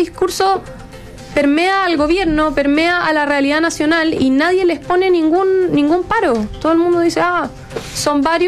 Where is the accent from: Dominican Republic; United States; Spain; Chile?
Chile; esta violencia no somos los estudiantes de Chile